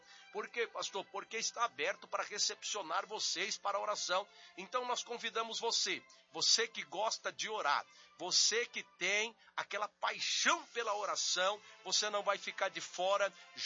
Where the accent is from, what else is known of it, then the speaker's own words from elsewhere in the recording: Jundiaí, São Paulo, Brazil; Jundiaí, interior de São Paulo, a 50 quilômetros de São Paulo